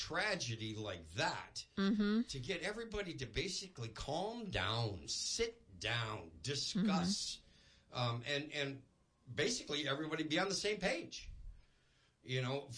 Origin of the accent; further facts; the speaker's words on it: United States; it's a little bit discouraging for me because I'm part Canadian, okay, descendant. I'm all American, first of all.